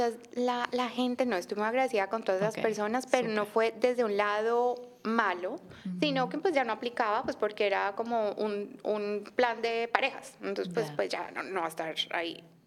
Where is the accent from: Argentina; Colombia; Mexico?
Colombia; Medellín, Antioquia; Yo soy de Medellín.